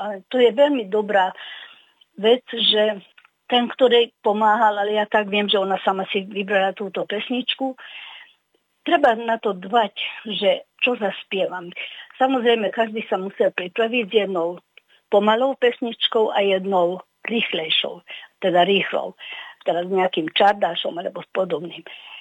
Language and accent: Slovak; Hungary; Od nás z Maďarska